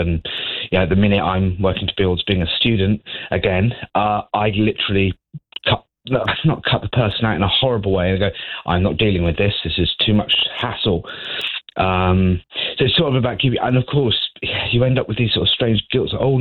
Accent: South West England, United Kingdom; now in Barking, United Kingdom; I actually grew up in Cornwall

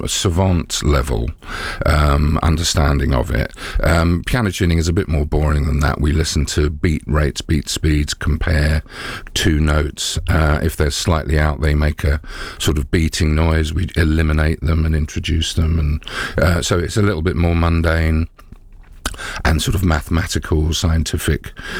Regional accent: Watford, East of England, United Kingdom; now in London, United Kingdom; I ended up moving from my hometown in Watford into London

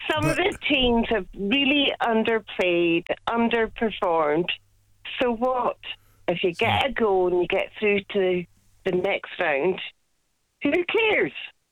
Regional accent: Scotland, United Kingdom; I know I'm Scottish

